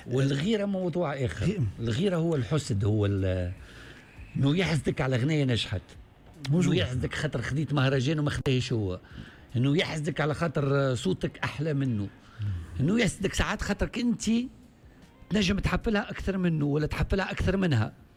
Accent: Djerba, Medenine, Tunisia

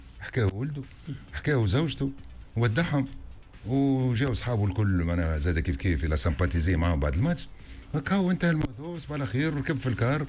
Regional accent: Tunisia; احنا نايد عندنا طياره توصل المكسيك احنا من تونس

